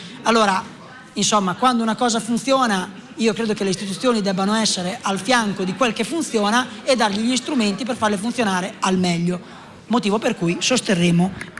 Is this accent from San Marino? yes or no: yes; Cailungo, Borgo Maggiore, San Marino; vengo dalla frazione di Cailungo, quindi del Castello di Borgo